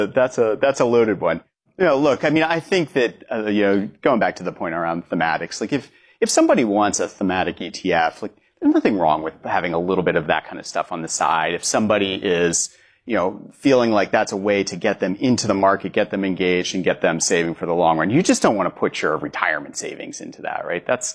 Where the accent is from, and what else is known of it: United States; moved away as an adult; now in London, United Kingdom